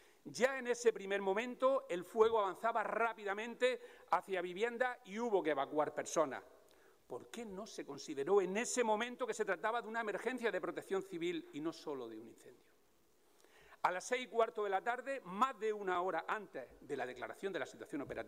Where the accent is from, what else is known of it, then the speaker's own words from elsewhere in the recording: Turre, Andalusia, Spain; los bomberos de mi pueblo, de Turre.